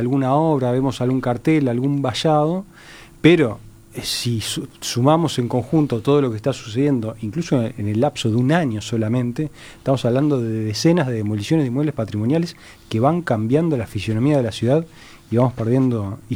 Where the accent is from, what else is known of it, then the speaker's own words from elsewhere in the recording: Montevideo, Uruguay; como ciudadanos, como montevideanos